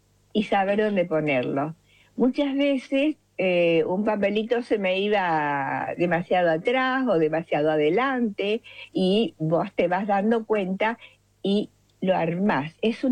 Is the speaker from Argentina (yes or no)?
yes; Reconquista, Santa Fe, Argentina; Mi pueblo tenía una plaza hermosa, redonda, una plaza clásica